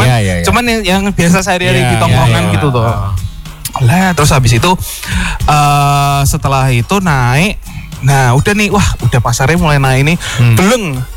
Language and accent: Indonesian; Semarang, Central Java, Indonesia; orang kan udah tahu nih misalkan aku orang Semarang.